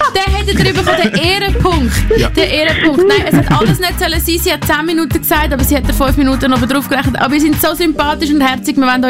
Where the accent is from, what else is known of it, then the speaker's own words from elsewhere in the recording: Zurich, Switzerland; Weil Janik und ich als Zürcher, wir fühlen das einfach nicht so.